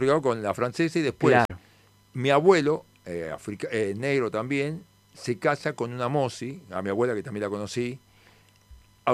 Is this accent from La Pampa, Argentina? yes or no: no; Buenos Aires, Argentina; born there; En Villa del Parque, en Capital.